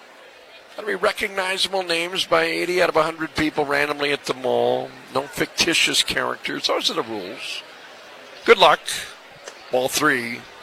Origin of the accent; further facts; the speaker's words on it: Williston, North Dakota, United States; my hometown of Williston